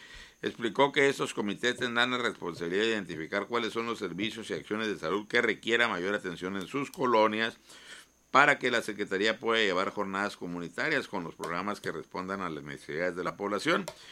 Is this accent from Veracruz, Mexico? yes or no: no; Baja California, Mexico; nosotros somos residentes del Valle de Mexicali